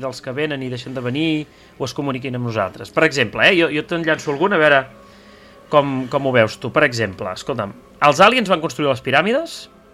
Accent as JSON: {"language": "Catalan", "region": "Catalonia", "country": "Spain", "said": "clar, som catalans, per definició el que faríem és parlar-los en castellà i molt alt"}